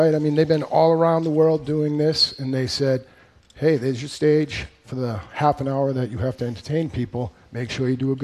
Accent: Quincy, Massachusetts, United States; I'm from Boston, Massachusetts. Well, Quincy, actually. So technically, I'm a townie, but a townie from Quincy, and I was kind of snooty, right?

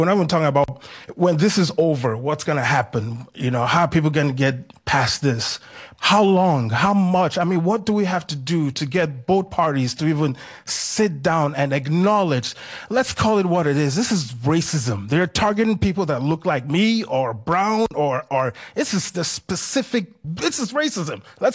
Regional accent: West St. Paul, Minnesota, United States; I'm from West St. Paul, Minnesota.

